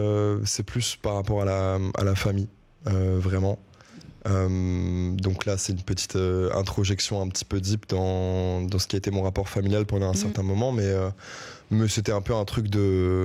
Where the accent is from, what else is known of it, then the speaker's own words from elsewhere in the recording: Strasbourg, Grand Est, France; now in Brussels, Belgium; je suis parti de Strasbourg, qui est ma ville d'origine